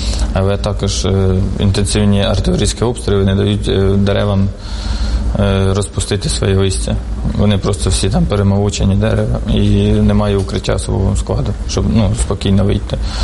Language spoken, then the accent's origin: Ukrainian; Sumy, Sumy Oblast, Ukraine; Із Сумщини, з Суми.